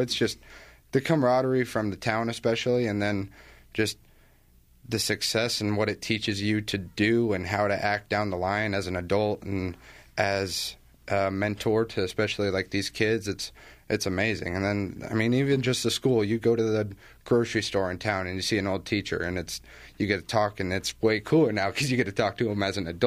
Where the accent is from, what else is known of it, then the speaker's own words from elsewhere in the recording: Eaton, United States; So I'm from Eaton.